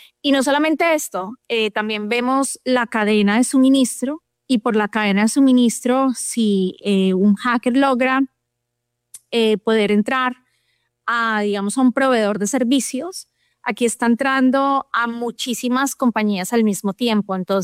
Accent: Colombia; somos muchos colombianos en esta línea de negocios

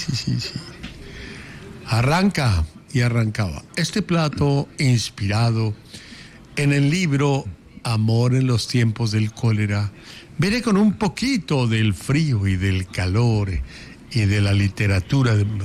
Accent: Colombia; yo soy colombiano

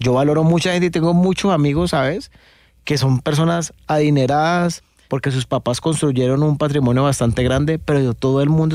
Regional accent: Cali, Valle del Cauca, Colombia; Yo salí del San Luis Gonzaga, del barrio Granada, en al noroeste de Cali.

